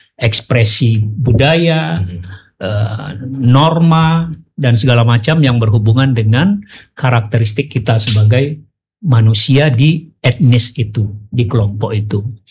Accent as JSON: {"language": "Indonesian", "region": "North Sumatra", "country": "Indonesia", "said": "kita orang Pasisi ini"}